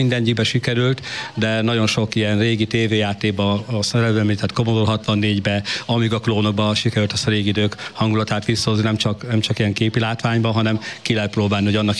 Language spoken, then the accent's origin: Hungarian; Adásztevel, Veszprém County, Hungary; én faluról származom, Adászteverről